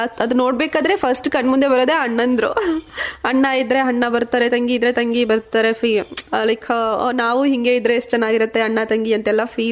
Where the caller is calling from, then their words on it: Hangala, Karnataka, India; ಅದು ನಮ್ದು ಗುಂಡುಪೇಟೆ ಪಕ್ಕ ಹಂಗ್ಲಾ ಅಂತ ಊರಿತ್ತು.